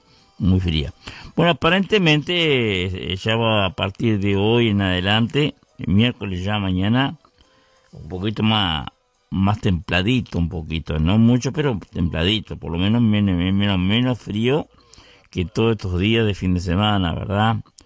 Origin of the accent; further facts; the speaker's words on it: Vergara, Treinta y Tres, Uruguay; Vergara, un saludo para la gente de mi pueblo